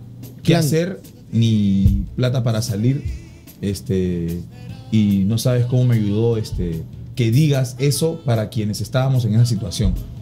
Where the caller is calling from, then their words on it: Bariloche, Río Negro, Argentina; Como argentino hincha de Cienciano en Perú, brindo por el buen triunfo de ayer para cortar esta mini racha negativa. Abrazo muy grande desde Bariloche.